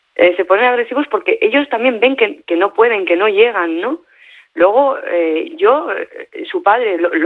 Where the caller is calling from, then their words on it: Barcelona, Catalonia, Spain; yo soy de Barcelona, ¿me entiendes? Y también he ido a colegios de pago